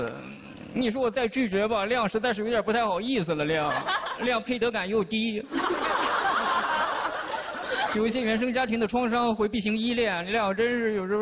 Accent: Shandong, China; 我是个山东人啊

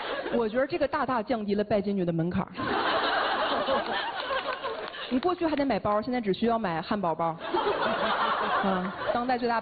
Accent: Northeast China, China; 我第一次那么自信地说啊，我说我是东北人。

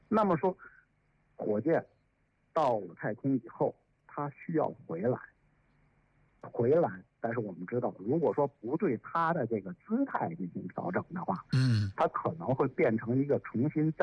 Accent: China; 那我们中国人尝试了第三种技术路径

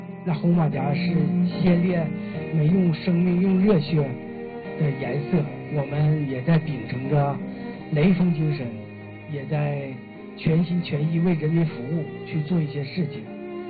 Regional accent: China; 所以说我们生在华夏，何其幸福！

